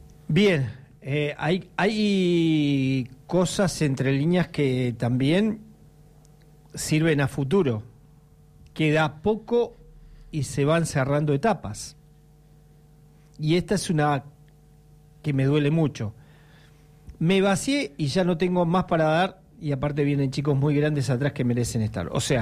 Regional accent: Argentina; como argentinos es un día triste.

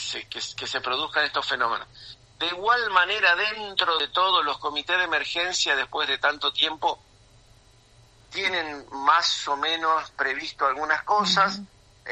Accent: Concordia, Entre Ríos, Argentina; Nacido y criado en Concordia.

